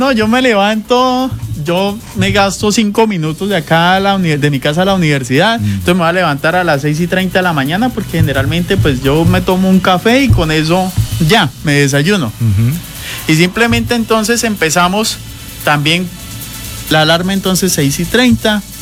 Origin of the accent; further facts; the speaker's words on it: Colombia; es una cultura que nosotros tenemos como buenos colombianos.